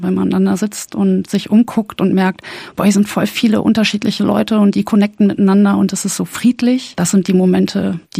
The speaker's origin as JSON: {"language": "German", "region": "North Rhine-Westphalia", "country": "Germany", "tie": "born or raised there"}